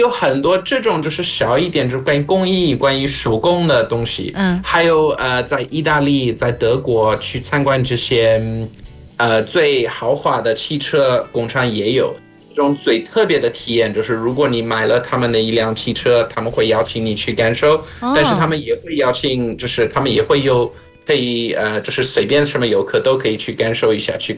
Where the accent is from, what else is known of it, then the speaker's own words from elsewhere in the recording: South Africa; 但是我们在南非最大的行业之一就是挖矿，就是黄金还有钻石什么的。所以我们小时候也有，我记得我们学校安排了带我们几个学生去看